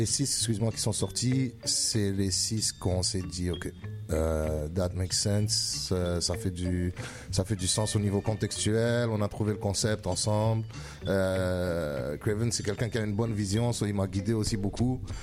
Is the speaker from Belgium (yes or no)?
no; Algeria; Moi, j'ai un grand sentiment d'appartenance à mon pays natal, l'Algérie.